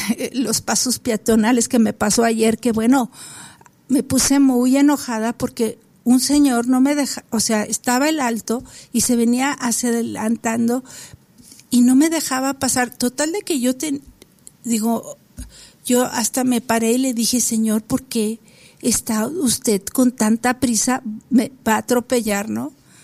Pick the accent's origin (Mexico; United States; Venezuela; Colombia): Mexico; ¿quiénes somos los mexicanos?